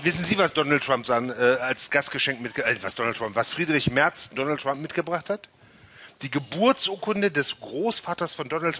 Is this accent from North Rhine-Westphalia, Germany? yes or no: no; Magdeburg, Saxony-Anhalt, Germany; als Magdeburger